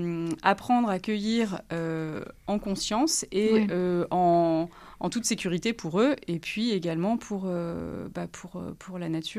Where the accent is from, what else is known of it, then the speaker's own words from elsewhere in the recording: Grenoble, Auvergne-Rhône-Alpes, France; moi, je ne suis pas originaire d'ici, je suis grenobloise